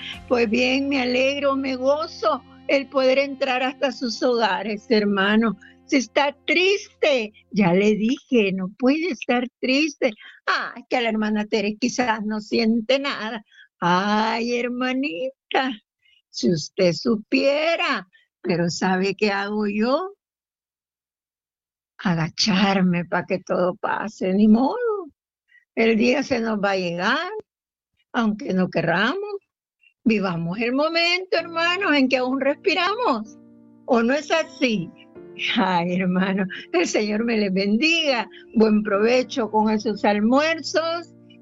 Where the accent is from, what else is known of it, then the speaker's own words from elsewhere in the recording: El Salvador; así somos los salvadoreños